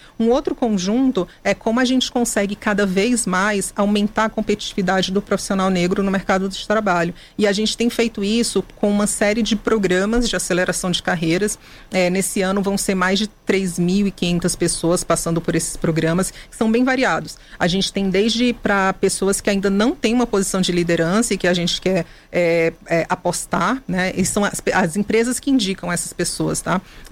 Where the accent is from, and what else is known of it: Ceará, Brazil